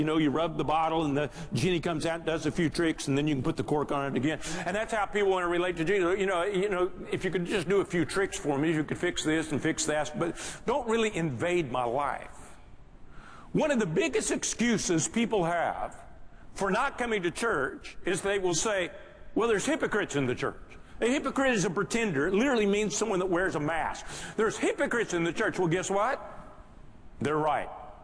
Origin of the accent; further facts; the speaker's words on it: Oklahoma, United States; when I was a boy growing up in Oklahoma